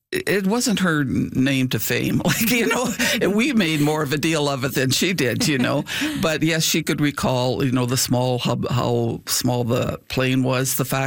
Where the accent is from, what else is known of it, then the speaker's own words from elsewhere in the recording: Saskatchewan, Canada; which is my hometown, and was where … was in labor in 1948.